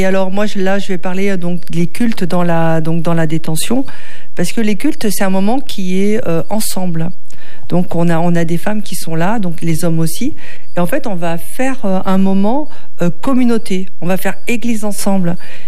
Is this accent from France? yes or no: yes; France; sache que je suis une Française, je sais comment fonctionne la France